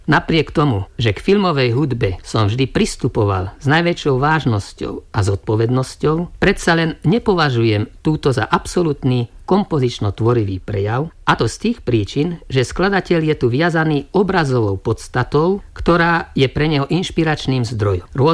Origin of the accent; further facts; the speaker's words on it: Žilina Region, Slovakia; Pochádzam z Liptova, teda z kraja ovenčeného horami